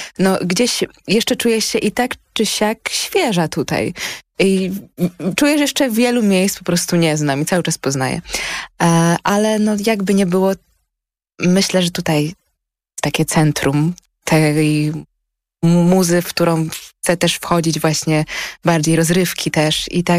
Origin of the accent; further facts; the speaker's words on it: Gdańsk, Pomeranian Voivodeship, Poland; now in Warsaw, Poland; Och, ja jestem patriotką lokalną. Gdańsk zawsze będzie w moim ser